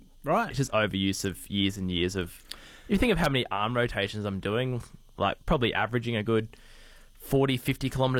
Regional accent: Australia; There's no better feeling as an Aussie to beat someone wearing the red, white, and blue, being from the UK.

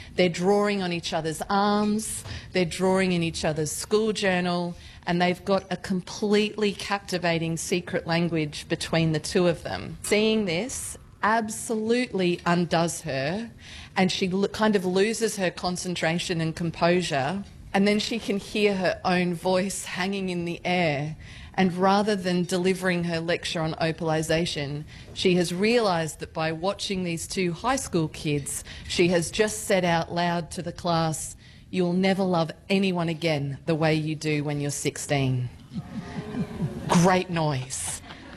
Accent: Gold Coast, Queensland, Australia; I grew up on the Gold Coast.

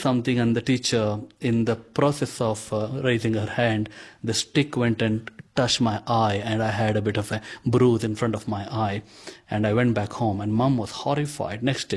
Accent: India; first language Konkani; English is a second language; So first song I picked up is called … That's my mother tongue.

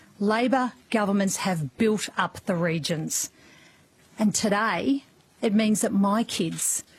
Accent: Bendigo, Victoria, Australia; I'm sure you will allow me to say that that's a speech I want to give in my hometown of Bendigo.

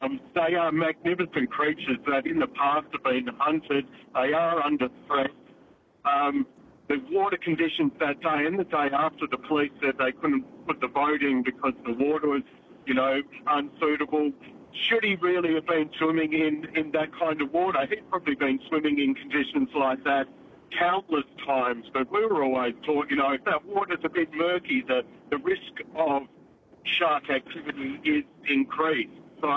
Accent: Perth, Western Australia, Australia; also born or lived in Mandurah; I'm a Perth boy, so I grew up on Swanbourne Beach and then down at Mandurah as well.

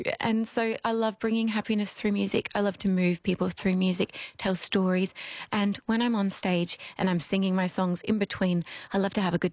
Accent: Australia; So when I was touring in Poland as an Australian

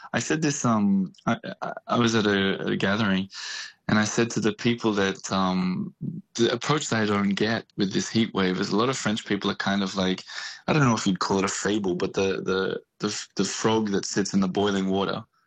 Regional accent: Australia; as an Australian myself, I tell you, it's an awful lot worse than

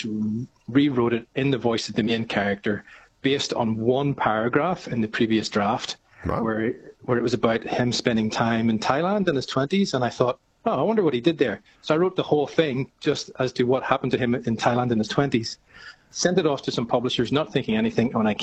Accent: Belfast, Northern Ireland, United Kingdom; moved away as an adult; now in Australia; Yeah, I was born in Belfast and moved to Australia in my 20s

